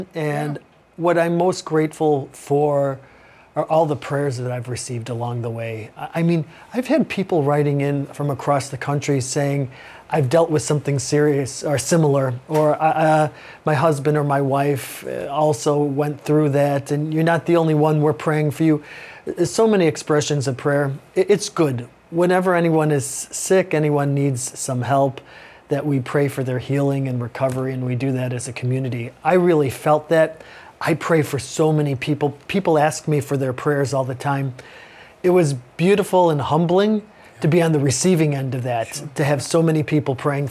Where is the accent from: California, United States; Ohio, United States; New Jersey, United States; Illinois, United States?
Illinois, United States; Chicago; you know, I'm from Chicago, so I had family and friends who attended that particular baseball game